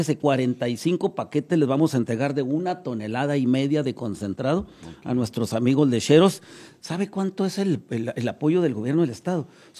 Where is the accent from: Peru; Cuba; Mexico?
Mexico; Camargo; somos de Camargo.